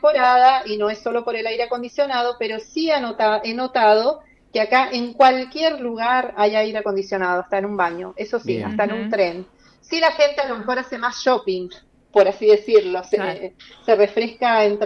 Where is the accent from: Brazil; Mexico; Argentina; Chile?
Argentina; Mendoza; moved away as an adult; now in Rome, Italy; Soy mendocina pura, de pura cepa.